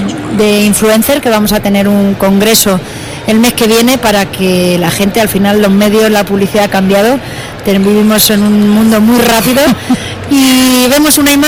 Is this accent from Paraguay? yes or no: no; Alcázar de San Juan, Castilla-La Mancha, Spain; Pasamos desde la llanura manchega de mi tierra, de Alcázar de San Juan